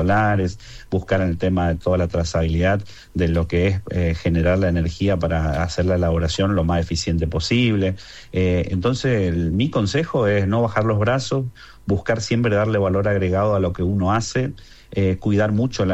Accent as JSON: {"language": "Spanish", "country": "Argentina", "said": "la cultura de trabajo que tenemos los argentinos y lo creativo que somos los argentinos"}